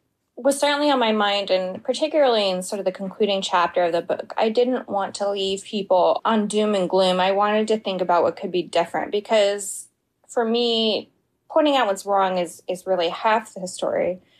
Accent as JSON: {"language": "English", "region": "Virginia", "country": "United States", "tie": "born or raised there", "said": "But growing up where I did, and specifically learning about th"}